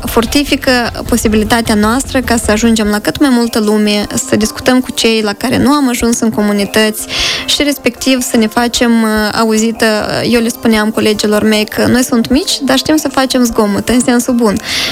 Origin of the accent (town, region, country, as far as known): Moldova